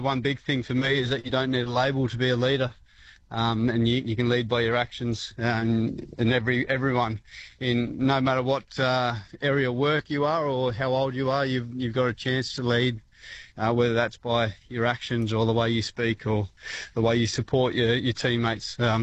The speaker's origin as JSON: {"language": "English", "town": "Young", "region": "New South Wales", "country": "Australia", "tie": "born or raised there", "moved": "yes", "said": "being a regional kid myself growing up in Young, New South Wales"}